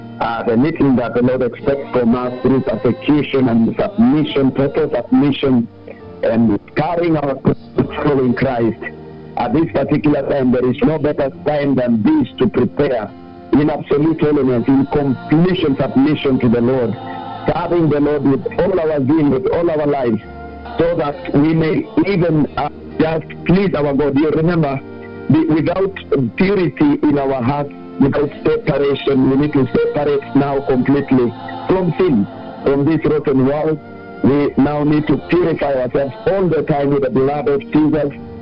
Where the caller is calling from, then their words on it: Maragua, Kenya; I'm calling from Maragua